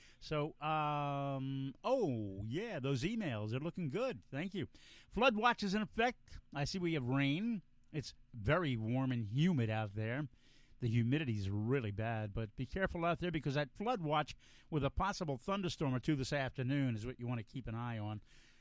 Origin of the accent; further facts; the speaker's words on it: Philadelphia, Pennsylvania, United States; I'm a Philadelphia guy, born and raised in Center City, and still kicking it out of the great city of brotherly love.